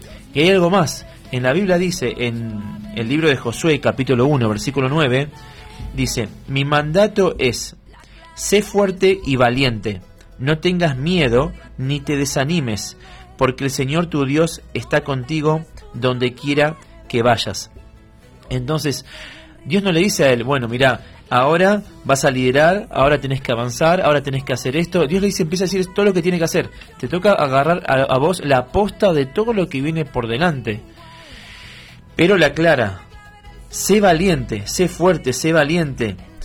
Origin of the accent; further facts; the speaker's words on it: Argentina; Los que somos de Argentina